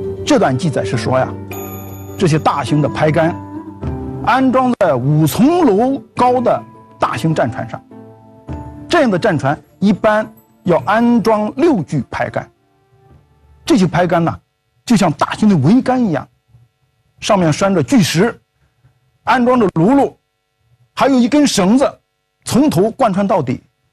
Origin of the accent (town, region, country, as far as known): China